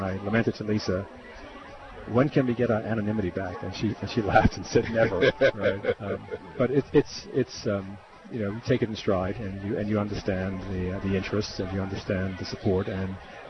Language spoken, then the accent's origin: English; Cooks Hill, Bermuda; Especially when I'm from Cooks Hill, so.